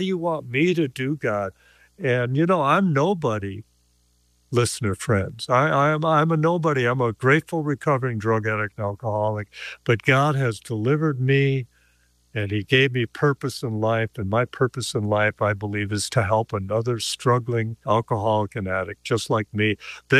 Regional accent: Texas, United States; I'm from Texas. I got it made in Texas is the land of milk and money

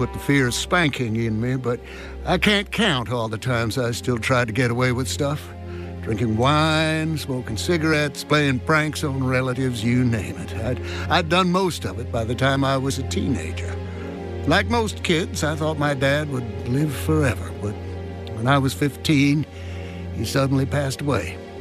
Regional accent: Tennessee, United States; I was one of six kids growing up in Tennessee during the Great Depression.

